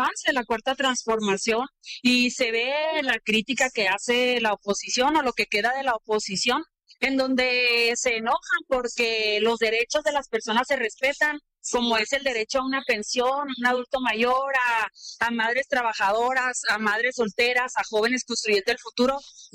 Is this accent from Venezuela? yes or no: no; Mexico; Creo que es bien importante que como mexicanos y mexicanas no veamos esto como una concesión